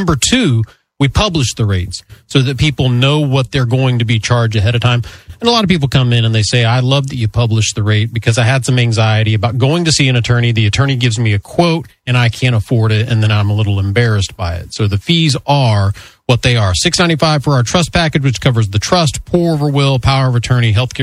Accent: United States; I have done a flea market because I grew up in Polk County.

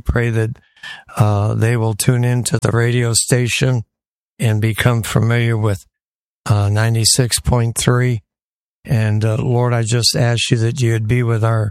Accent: Detroit, Michigan, United States; moved away; When I grew up in Detroit, it was always the day after Labor Day.

